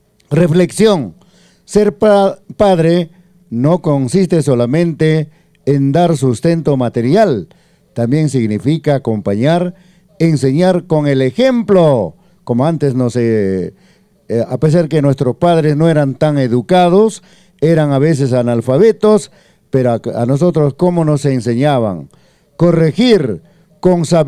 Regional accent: Peru

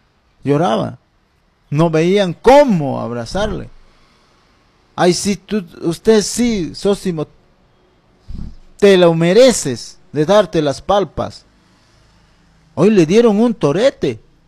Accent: Junín, Peru; ahí donde mi pueblo, mi anexo donde me vio crecer, Unión Autiqui, Belén Anapiare, Centro Anapiare, Quimari de Unión Andahuaylas.

